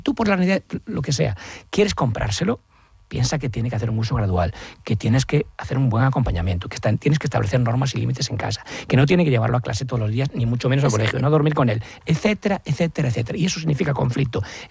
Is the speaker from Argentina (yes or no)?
no; Galicia, Spain